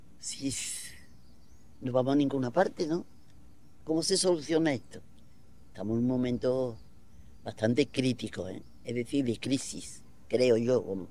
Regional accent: Spain; Los españoles en general

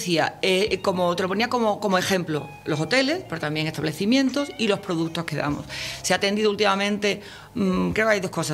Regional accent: Seville, Andalusia, Spain; also born or lived in Madrid; mira que yo no soy de Sevilla, bueno, soy sevillana, pero soy nacida en Madrid, pero considero que aquí se vive con pasión, se siente.

